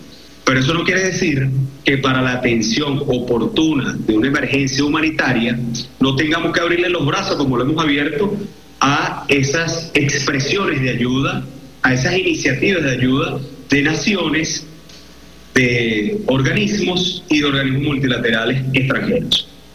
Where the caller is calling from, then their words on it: Maturín, Monagas, Venezuela; Pero yo les estoy hablando, estoy conectado del estado Monagas, yo vengo llegando de Caracas.